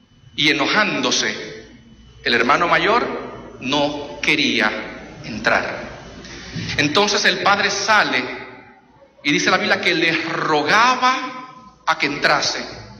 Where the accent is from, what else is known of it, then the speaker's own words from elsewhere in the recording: Dominican Republic; yo soy dominicano. ¿Algún dominicano aquí en la casa? Qué bueno, no estoy solo.